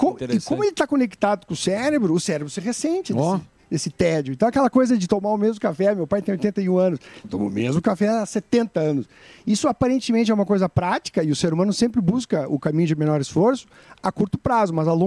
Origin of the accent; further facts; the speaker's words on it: Rio Grande do Sul, Brazil; Sou gaúcho.